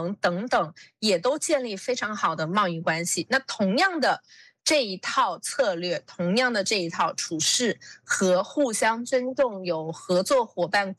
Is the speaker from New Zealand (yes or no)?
yes; New Zealand; 我们这个国家新西兰